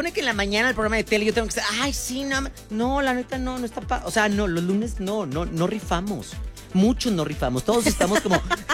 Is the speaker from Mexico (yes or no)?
yes; Mexico; Sabemos que como buenos mexicanos, el día de mañana vamos a andar ya.